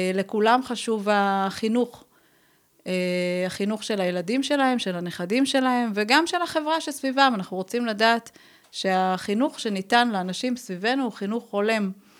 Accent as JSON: {"language": "Hebrew", "town": "Beersheba", "region": "Southern District", "country": "Israel", "tie": "born or raised there", "said": "ההורים שלי עלו שניהם מאיראן, אני גדלתי בבר שבע, ואני חושבת שהחיים בבר שבע של לפני 41 שנה, הנה חשפתי את גילי פה ברדיו."}